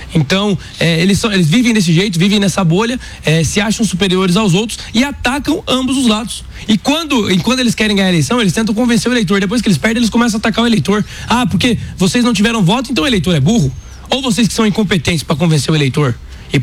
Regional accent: Sorocaba, São Paulo, Brazil; born there; also born or lived in São José dos Campos; Na verdade eu nasci em Sorocaba.

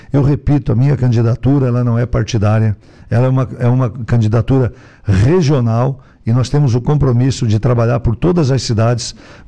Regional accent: Santa Catarina, Brazil; É algo que me envergonha como catarinense

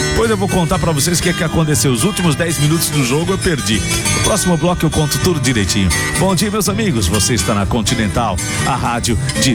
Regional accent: Brazil; se nós somos brasileiros

